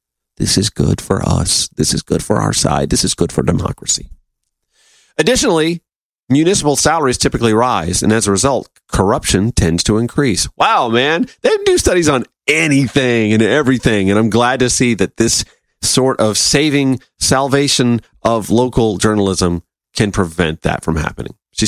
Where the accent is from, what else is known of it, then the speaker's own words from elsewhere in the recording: Augusta, Georgia, United States; my hometown, Augusta, Georgia